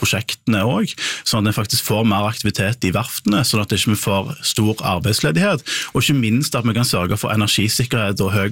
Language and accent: Norwegian; Stavanger, Rogaland, Norway; Man har allerede sett plasser som jeg kommer fra Stavanger og Vestland, at det er store nedbemanninger i mange selskaper.